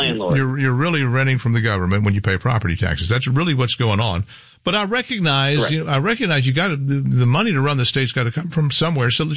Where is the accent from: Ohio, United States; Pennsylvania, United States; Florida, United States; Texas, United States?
Texas, United States; As a Texan, I don't want any state to be better than us.